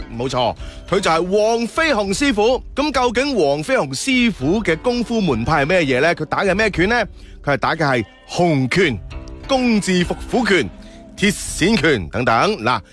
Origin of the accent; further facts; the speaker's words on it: Lingnan, China; 融入咗我哋岭南人血脉深处嘅精神 DNA。